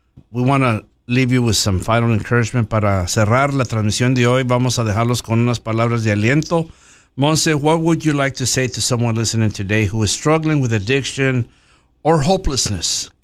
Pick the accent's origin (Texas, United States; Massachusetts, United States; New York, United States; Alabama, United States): Texas, United States; Pharr; because I'm from Far.